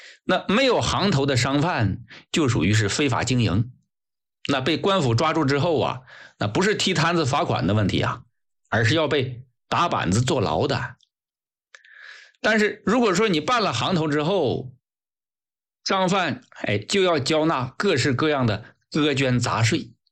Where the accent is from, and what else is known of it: China